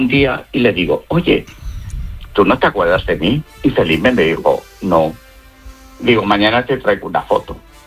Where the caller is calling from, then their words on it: Aragon, Spain; yo estuve en Zaragoza porque yo soy maño. Y soy un año más joven que él